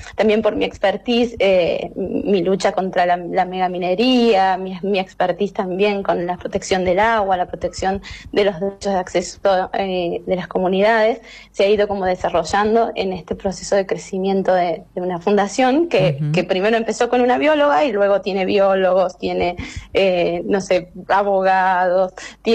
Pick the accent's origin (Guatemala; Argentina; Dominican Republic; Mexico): Argentina; Famatina, La Rioja; born there; now in Córdoba, Argentina; soy una famatinense, una muy orgullosa famatinense.